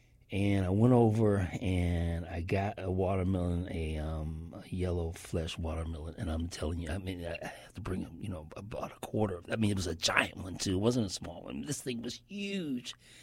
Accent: San Francisco, California, United States; born or raised there

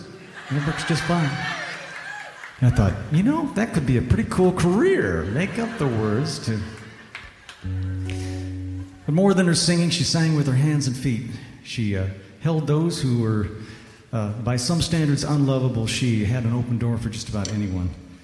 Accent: India; now in United States; I grew up in India, son of missionary parents, and she sang all day long to British radio.

